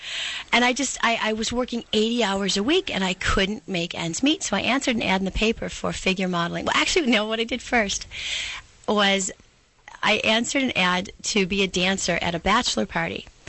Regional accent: Illinois, United States; You know, I was really fresh from Illinois.

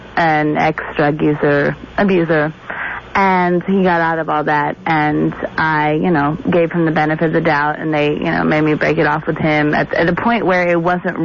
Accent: Culver City, California, United States; I grew up in California. Where? Culver City in West Hollywood.

